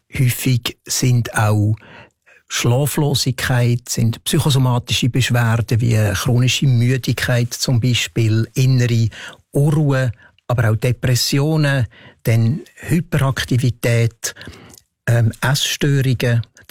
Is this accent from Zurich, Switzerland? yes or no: no; Lucerne, Switzerland; ich bin in Luzern aufgewachsen